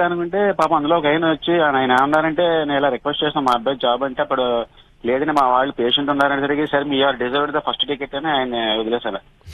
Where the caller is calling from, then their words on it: Rajahmundry, Andhra Pradesh, India; నేను రాజమండ్రి నుంచి మాట్లాడుతున్నాను సార్.